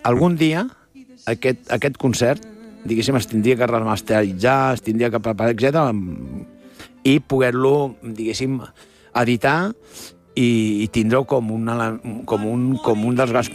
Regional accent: Barcelona, Catalonia, Spain; born there; Jo que sóc nascut a Hostafrancs

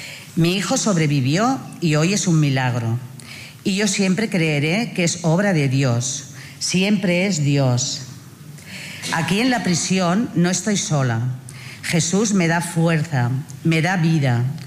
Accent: Barcelona, Catalonia, Spain; Soy de Barcelona.

